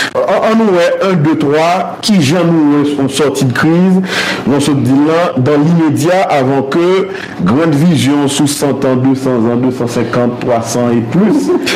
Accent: Haiti; En tant que haïtien, capelé de...

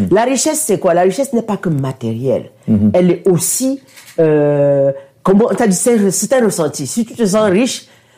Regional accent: Cameroon; je suis Camerounais

